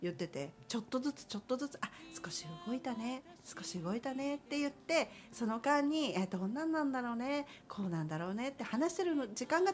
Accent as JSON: {"language": "Japanese", "town": "Sapporo", "region": "Hokkaido", "country": "Japan", "said": "札幌から来てるんですよ私。"}